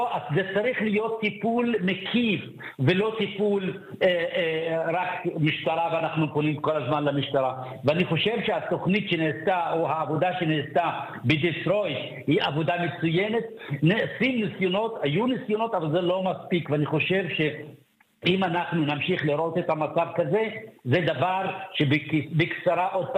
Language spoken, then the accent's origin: Hebrew; Canada; אני למען הגילוי הנאות, אני גם קנדי